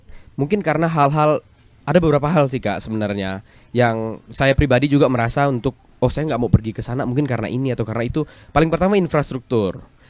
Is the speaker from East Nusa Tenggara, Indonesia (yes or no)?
no; West Kalimantan, Indonesia; Namanya kan kita di Kalimantan Barat, khususnya di Kabupaten Sanggau, mayoritasnya kan kita orang Dayak nih.